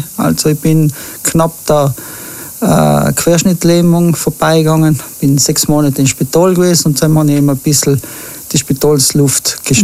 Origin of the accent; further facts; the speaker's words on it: Martell, Trentino-Alto Adige, Italy; Ich bin im Martell drin aufgewachsen mit meiner Mama.